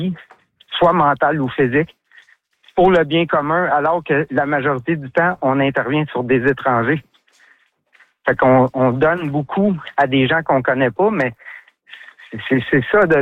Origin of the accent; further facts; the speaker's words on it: Oka, Quebec, Canada; Puis le parc d'Oka, moi, je suis un natif d'Oka, j'ai grandi ici.